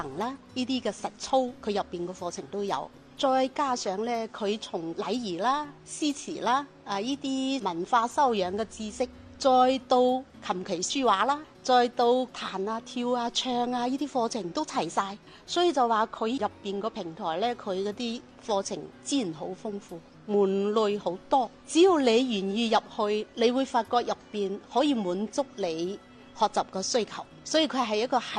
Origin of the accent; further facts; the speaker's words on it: Guangdong, China; 作為我哋廣府人，對於嶺南文化應該都係有一定熟悉嘅